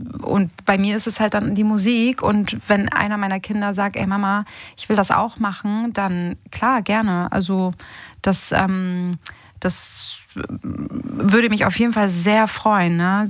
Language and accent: German; Hamburg, Germany; Ja, ich komme aus Hamburg. Ich bin ein Hamburger Mädchen mit italienischen Wurzeln. Meine Eltern sind Italiener. Ich bin aber geboren und aufgewachsen in Hamburg.